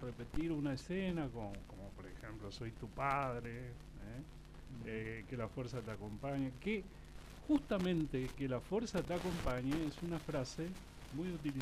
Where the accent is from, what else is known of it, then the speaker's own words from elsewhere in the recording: Argentina; Nosotros, como buenos argentinos que somos ingenios